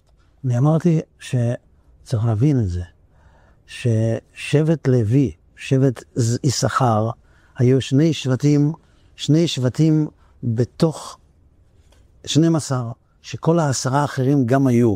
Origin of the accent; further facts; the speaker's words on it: Netanya, Central District, Israel; אני גדלתי בנתניה. היינו משפחות חרדיות בודדות.